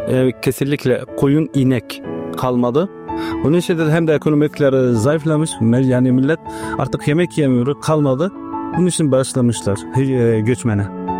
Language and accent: Turkish; Aleppo, Aleppo Governorate, Syria; Suriye Dimasası'nda Türkmenim. 4 tane çocuğum vardır. 85 doğumluyum. Halepliyim.